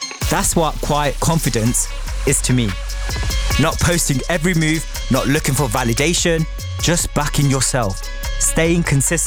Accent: Luton, East of England, United Kingdom; I got to see … at BBC Radio 1's Big Weekend when it was in my hometown, Luton.

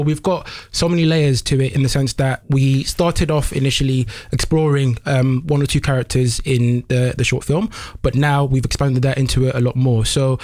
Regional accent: London, United Kingdom; because I think for me, when I was growing up in London, I had a very similar, I guess options.

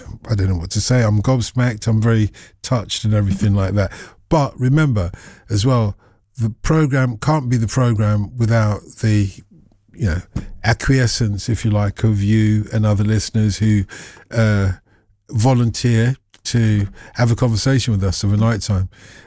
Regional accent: United Kingdom; we're British

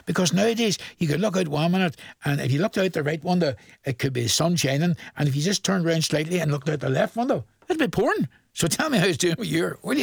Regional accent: England, United Kingdom; I'm over from England and visiting my brother … up there in Achigallen.

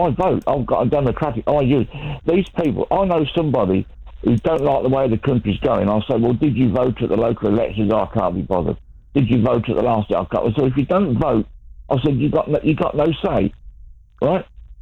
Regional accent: Peterborough, East of England, United Kingdom; I'm from Peterborough, Joel.

